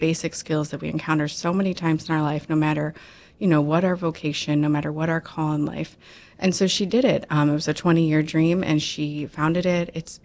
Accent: Illinois, United States; moved away as an adult; now in Fargo, United States; I am originally from Illinois, and then 6 years ago, my husband and I moved to Fargo.

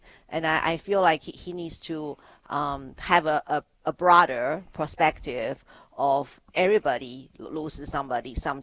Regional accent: Taiwan; born or raised there

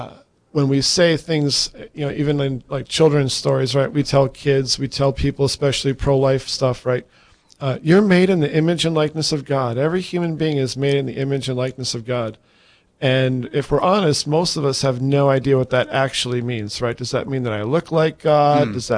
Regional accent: Jamestown, North Dakota, United States; now in Fargo, United States; I was born and raised in Jamestown, North Dakota, live in Fargo now, and just retired here this year from the National Guard.

